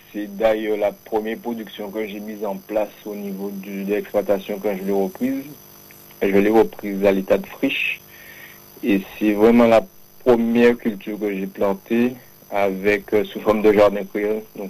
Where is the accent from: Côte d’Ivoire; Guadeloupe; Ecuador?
Guadeloupe; Les Abymes; Et moi, en fait, je suis originaire des Grands Fonds des Abîmes.